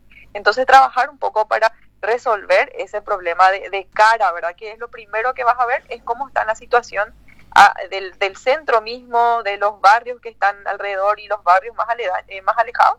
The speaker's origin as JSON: {"language": "Spanish", "town": "Hernandarias", "region": "Alto Paraná", "country": "Paraguay", "said": "soy de Hernandarias, tengo 33 años"}